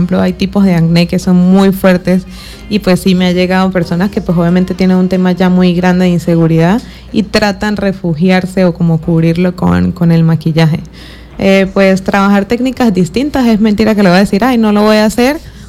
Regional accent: Venezuela; para nosotros como venezolanos

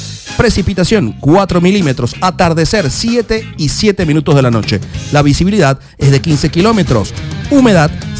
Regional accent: Puerto La Cruz, Barcelona, Anzoátegui, Venezuela; En mi tierra natal, allá en Puerto La Cruz, en Barcelona, el estado Anzoátegui

